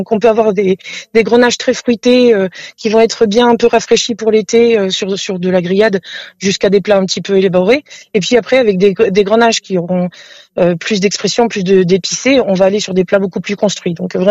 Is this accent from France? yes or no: yes; France; parce que j'ai une culture de vin sec, parce que je suis originaire de la Vallée du Rhône.